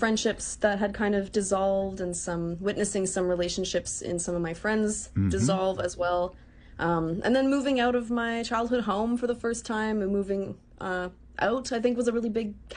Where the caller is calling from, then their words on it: Edmonton, Alberta, Canada; I'm calling in from Edmonton on Treaty 6 territory in Alberta, Canada, today.